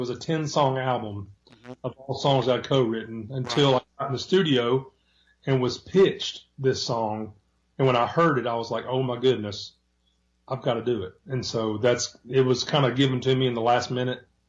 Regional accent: Memphis, Tennessee, United States; also born or lived in Pigeon Forge, Tennessee; now in Morgantown, Kentucky, United States; Well, I'm from Memphis, Tennessee.

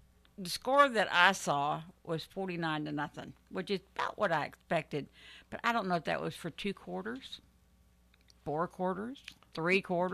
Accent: Florida, United States; I grew up in South Florida.

